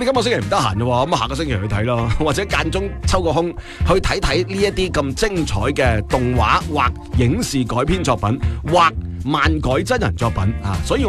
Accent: Guangdong, China

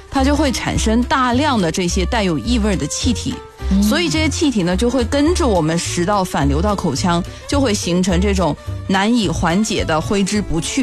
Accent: China; 那比如说像我们中国人很喜欢的就是给别人去夹菜

